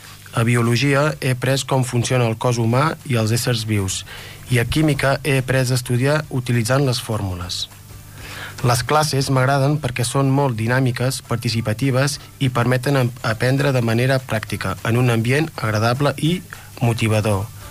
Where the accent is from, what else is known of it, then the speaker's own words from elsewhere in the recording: Vic, Catalonia, Spain; Bona tarda … soc de Vic